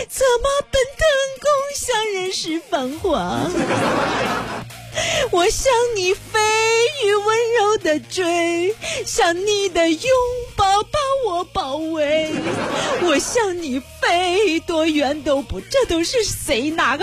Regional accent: Shandong, China; first language Shandong dialect; now in Xuzhou, China; 家乡话是徐州话。彭城语是，家乡话是山东话，我生在山东的一个小山村，那里有我的父老乡亲，哎，徐州是我的第二故乡，我是个新徐州人，我的老家是山东，

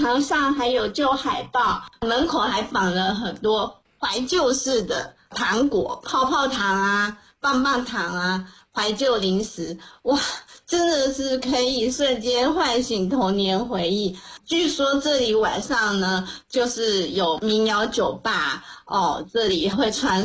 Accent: Tamsui, New Taipei, Taiwan; 也是联想到我的家乡淡水这边，

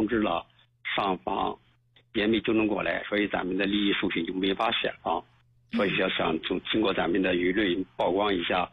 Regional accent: Xuzhou, Jiangsu, China; now in Xinjiang, China; 因为我在新疆做生意，不在咱们徐州老家当地。

